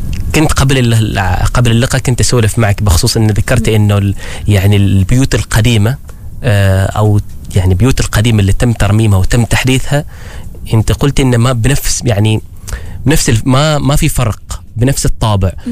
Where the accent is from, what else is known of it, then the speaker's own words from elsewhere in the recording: Oman; واحنا شوي العمانيين عن لهجتنا تختلف عن لهجتكم